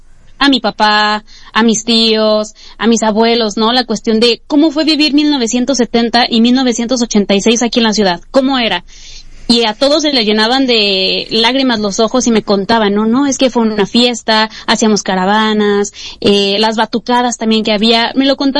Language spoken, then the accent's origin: Spanish; Mexico; La unión que tanto nos hacía falta como mexicanos